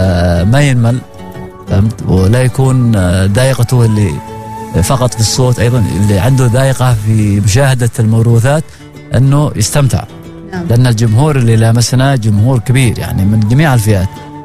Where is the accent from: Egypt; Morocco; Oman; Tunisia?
Oman; هذه المعلومة ما كنا نحن نعرفها نحن في أبناء البلد